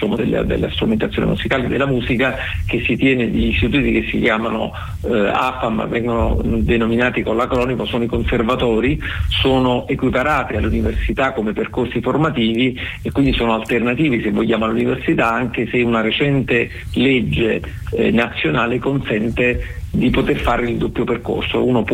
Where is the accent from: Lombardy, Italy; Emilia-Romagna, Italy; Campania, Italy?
Campania, Italy; Naples; accent: Neapolitan; Io sono di origini napoletane, come probabilmente si potrà sentire dal mio accento